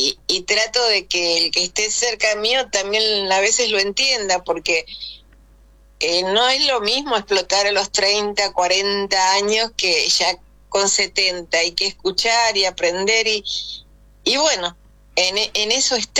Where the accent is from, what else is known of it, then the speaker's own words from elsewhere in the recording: Merlo, Buenos Aires Province, Argentina; Soy de Merlo. De acá del oeste.